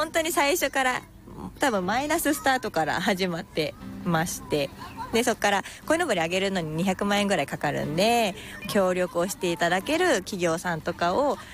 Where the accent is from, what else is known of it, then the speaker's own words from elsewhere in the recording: Koga, Ibaraki, Japan; 私が古河生まれ古河育ちなんですけど、自分の育ってきた風景がどんどんなくなっちゃうのがすごい寂しくって、だったら、何か古河のために盛り上げられることができないかなって考えた時に